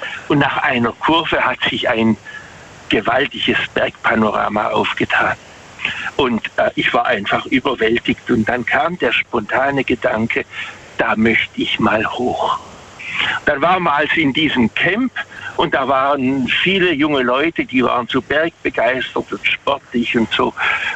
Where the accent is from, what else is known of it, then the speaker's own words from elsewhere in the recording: Waghäusel, Baden-Württemberg, Germany; Also ich komme aus Waghäusel.